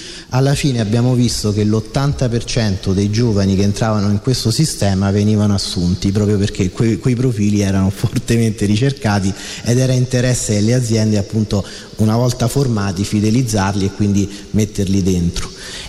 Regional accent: Lazio, Italy; io vengo dalla provincia di Latina

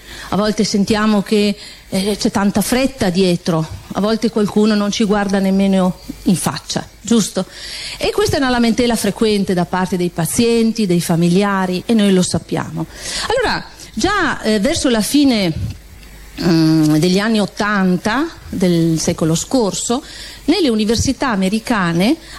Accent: Castelfidardo, Marche, Italy; born there; now in Friuli-Venezia Giulia, Italy; sono di Castelfidardo, quindi sono nata a Castelfidardo, una mamma castellana

